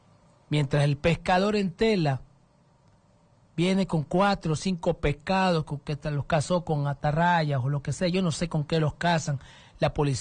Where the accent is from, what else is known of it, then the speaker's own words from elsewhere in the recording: Honduras; Mi pueblo, soy hondureño. Soy catracho 100%.